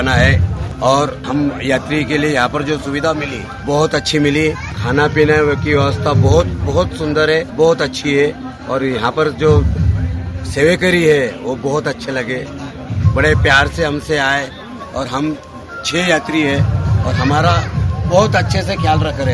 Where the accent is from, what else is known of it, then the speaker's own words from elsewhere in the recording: Maharashtra, India; हम महाराष्ट्र से आए